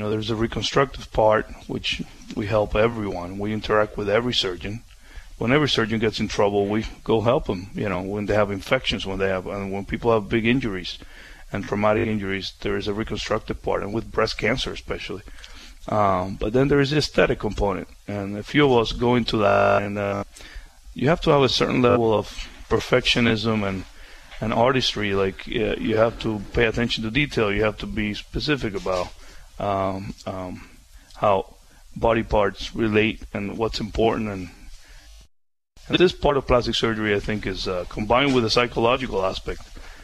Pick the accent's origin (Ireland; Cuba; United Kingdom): Cuba; English is a second language; also born or lived in New Jersey; now in United States